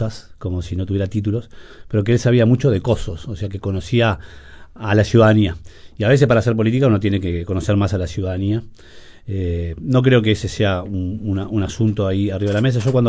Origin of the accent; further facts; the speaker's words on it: Uruguay; nosotros como uruguayos